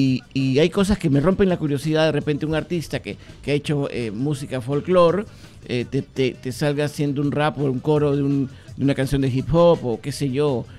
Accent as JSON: {"language": "Spanish", "country": "Peru", "said": "en mi Perú, en mi país"}